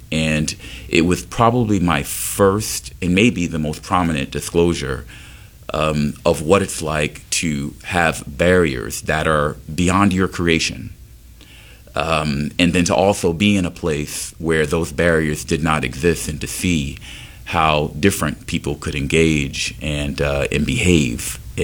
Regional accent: New York City, New York, United States; I grew up actually in South Jamaica, Queens, New York, and I grew up there.

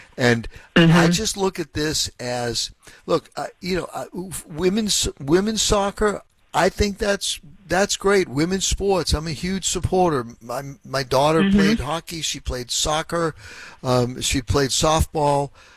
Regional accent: Boston, Massachusetts, United States; I grew up in Boston, was born, my parents were living on Castleton Street in Jamaica Plain.

